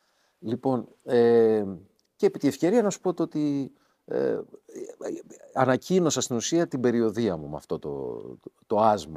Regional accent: Peloponnese, Greece; στην Καλαμάτα, στα μέρη μας από κάτω.

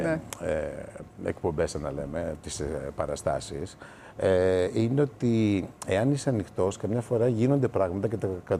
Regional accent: Greece; και λέω, α, γι' αυτό είμαι Έλληνας προφανώς, γιατί δονείται κάτι μέσα μου που με συγκινεί.

